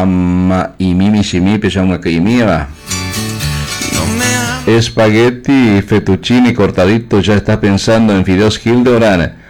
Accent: Paraguay; somos nosotros los paraguayos y paraguayas.

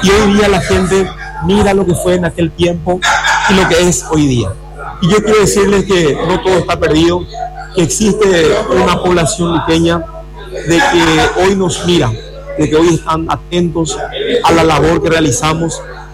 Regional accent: Luque, Central, Paraguay; born there; Yo soy mexicano de quinta generación. Tuve la bendición de haber nacido aquí en la República de Lucre.

